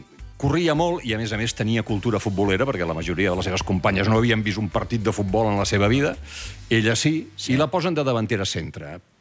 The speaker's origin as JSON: {"language": "Catalan", "town": "Barcelona", "region": "Catalonia", "country": "Spain", "said": "Vinc de Barcelona, perdona."}